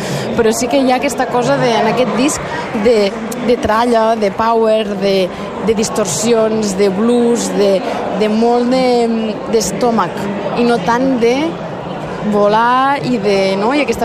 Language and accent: Catalan; Agramunt, Catalonia, Spain; moved away; Jo soc de Gramunt.